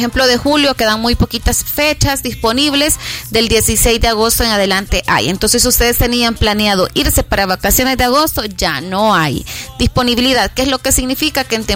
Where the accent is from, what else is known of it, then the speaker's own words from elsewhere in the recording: El Salvador; nuestro pasaporte como salvadoreños